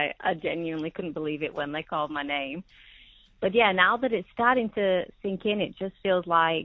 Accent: England, United Kingdom; moved away as an adult; now in South Africa; I come from England originally

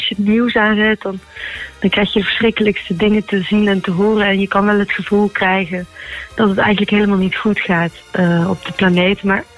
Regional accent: Eindhoven, North Brabant, Netherlands; accent: soft G; Ik woon in Eindhoven. Dan kom ik uit Eindhoven. Dat is wel te horen, ja, inderdaad.

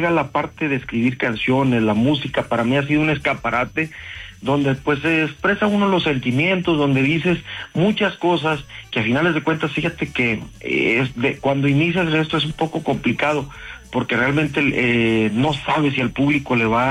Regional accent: Tepic, Nayarit, Mexico; yo soy del estado de Nayarit, en la ciudad de Tepic

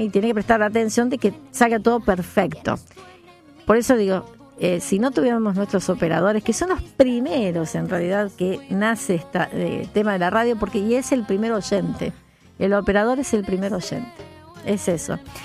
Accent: San Nicolás, Buenos Aires Province, Argentina; … de San Nicolás.

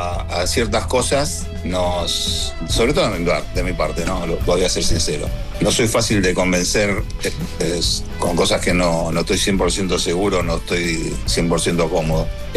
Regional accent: Argentina; nacimos en Argentina y somos argentinos

